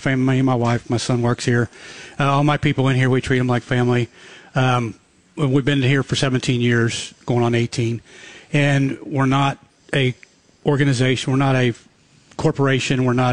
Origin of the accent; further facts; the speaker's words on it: Kentucky, United States; born there; I was born in Cincinnati, Ohio area. In Northern Kentucky, but it's big up there.